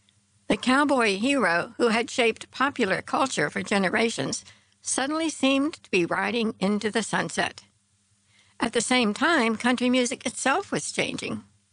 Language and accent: English; North Hollywood, California, United States; Our household in North Hollywood, California, was probably not much different than thousands of others across America in the early 1970s. We lived in a suburban tract home.